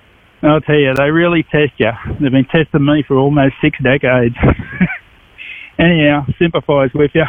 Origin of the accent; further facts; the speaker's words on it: Sydney, New South Wales, Australia; I was born in Sutherland Hospital, grew up on the Warrinoora River, been a Shire boy.